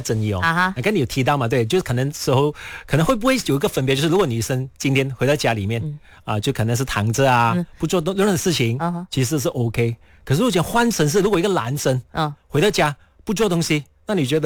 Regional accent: Kuala Lumpur, Malaysia; 因为我都是来自吉隆坡嘛，所以基本上我每天都是会回家的。

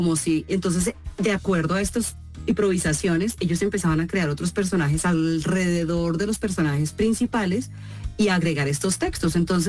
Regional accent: Colombia; accent: Colombian; he tenido que bajarle un poco mi tono o a mi acento colombiano y volverlo un poquito más mexicano

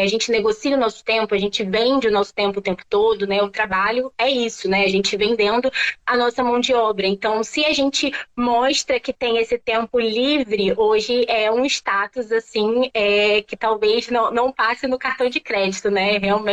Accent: Rio de Janeiro, Brazil; Eu sou aqui do Rio de Janeiro, da Zona Oeste, mais especificamente de Bangu. Então aqui é um território muito quente, tá?

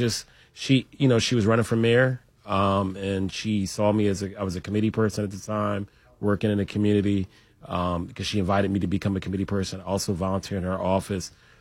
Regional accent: Philadelphia, Pennsylvania, United States; I grew up in North Philadelphia around 11th and Tioga. Around when I was about 10, I moved to Mount Airy.

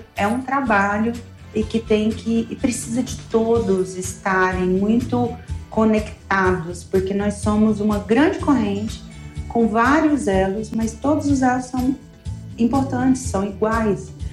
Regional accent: Goiânia, Goiás, Brazil; born there; moved away as an adult; now in Brasília, Brazil; uma mulher de 45 anos, nasci em Goiânia, tenho uma mãe incrível, 2 irmãos. Eu sou a do meio, vim para Brasília com 23 anos, amo a cidade, se tornou minha cidade, meu lar.

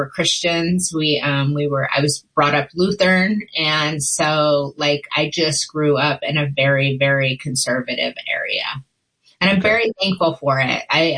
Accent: Kansas, United States; I grew up in Kansas, northwest corner of Kansas, and grew up on a farm.

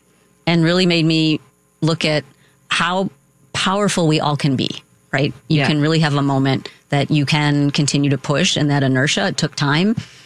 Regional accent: Chicago, Illinois, United States; I think Humboldt Park community was a very diverse, strong community.

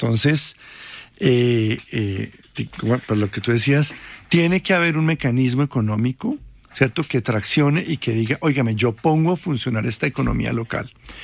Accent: Colombia; Si nosotros como colombianos entendemos e interiorizamos, ajá, que llegará el momento en que tendremos que tributar para mantenerla.

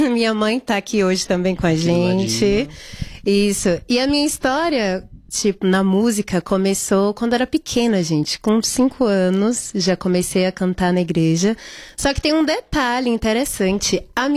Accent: Salvador, Bahia, Brazil; now in São Paulo, Brazil; eu sou baiana, sou terapolitana, sou de Salvador.

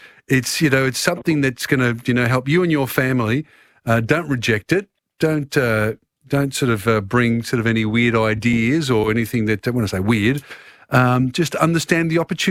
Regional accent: Australia; I mean, my background's Italian too. I wouldn't be here if there wasn't for that. And I mean, I'm an Aussie and here and love it, and everything I have is because of this great country.

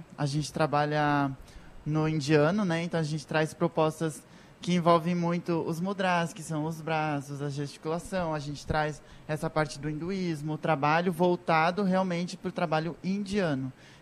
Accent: Rio dos Cedros, Santa Catarina, Brazil; A gente é lá de Rio dos Cedros, Santa Catarina, próximo de Blumenau. É uma cidade pequena, reconhecida pelas barragens, pelas regiões dos lagos.

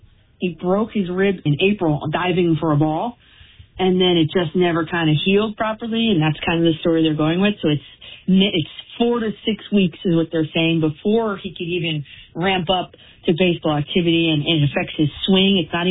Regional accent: Dumont, New Jersey, United States; I'm from Dumas.

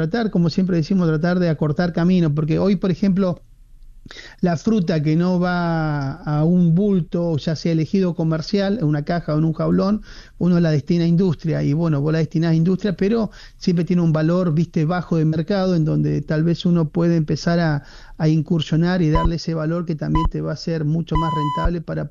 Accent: Argentina; ¿Cuándo Argentina, te das cuenta que soy argentino?

